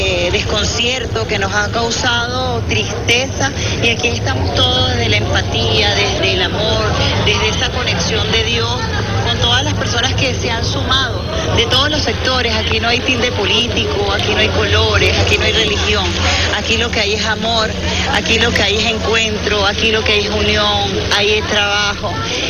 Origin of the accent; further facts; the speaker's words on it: Venezuela; es lo bonito que nos encuentran como venezolanos, que somos los venezolanos somos amor